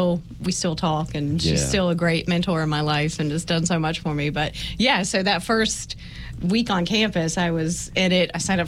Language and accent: English; Raven, Virginia, United States; I went to Honaker High School, grew up in Raven, Virginia.